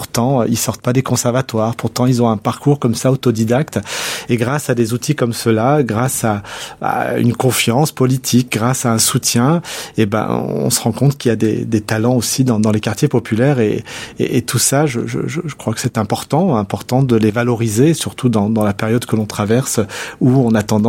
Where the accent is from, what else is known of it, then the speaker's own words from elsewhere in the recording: Saint-Priest, Auvergne-Rhône-Alpes, France; also born or lived in Lyon; j'ai jamais voulu couper le cordon avec la ville qui m'a vu grandir. D'ailleurs, je vis toujours à Saint-Priest. Effectivement, je suis né à Lyon, mais j'ai toujours vécu à Saint-Priest. Donc, je connais ses rues, ses habitants.